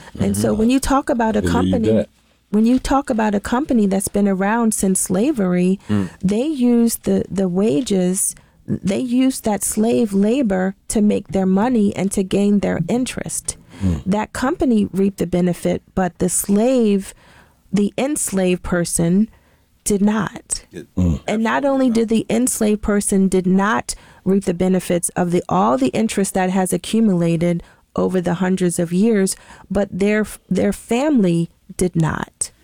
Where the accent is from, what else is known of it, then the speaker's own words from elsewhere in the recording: Alabama, United States; My father, you know, we're from Alabama, deep South Alabama, right where Alabama touches the state of Florida.